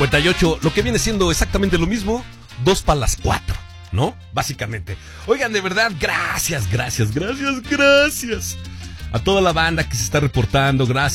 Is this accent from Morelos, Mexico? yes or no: no; Tenango del Valle, State of Mexico, Mexico; Bueno, yo no soy de Capuluac, pero soy de Tenango del Valle, somos ahí como del rumbo, mano.